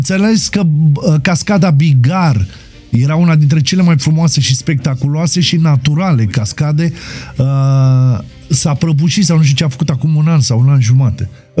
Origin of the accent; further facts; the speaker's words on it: Romania; cred că esența noastră ca români, adică mă refer aici la faptul că noi ne tragem din Daci.